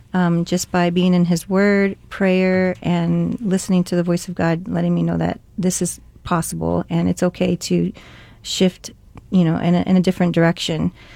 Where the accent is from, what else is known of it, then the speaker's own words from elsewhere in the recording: Chicago, Illinois, United States; also born or lived in California; now in Arizona, United States; so I was born in California and grew up, though, in the city of Chicago, so, and been in Arizona since 2001